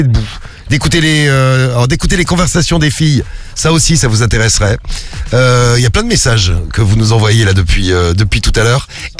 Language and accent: French; Marseille, Provence-Alpes-Côte d'Azur, France